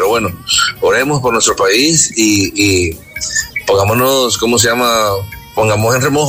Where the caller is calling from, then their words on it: El Salvador; Soy salvadoreño, radico aquí y todo